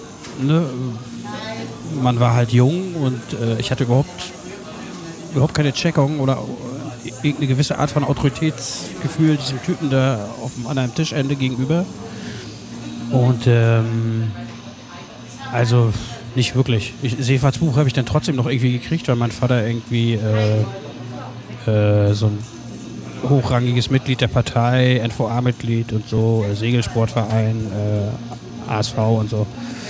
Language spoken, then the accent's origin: German; Ribnitz-Damgarten, Mecklenburg-Vorpommern, Germany; Ich bin ursprünglich Ribnitzer.